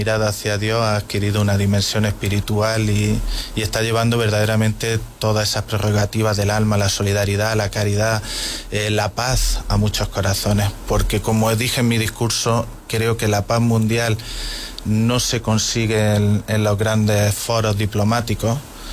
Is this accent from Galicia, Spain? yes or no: no; Guadix, Andalusia, Spain; yo sí me siento poeta querido aquí en Guadix.